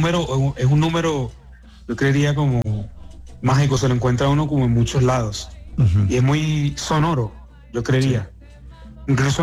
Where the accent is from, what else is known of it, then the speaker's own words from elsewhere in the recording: Montería, Córdoba, Colombia; moved away as an adult; now in Bogotá, Colombia; Vine a Bogotá hace en el 2004 a estudiar música. Soy de Montería.